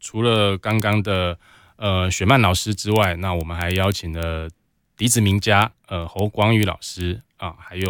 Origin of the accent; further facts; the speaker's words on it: Kaohsiung, Taiwan; 陈其米老师也是我们高雄人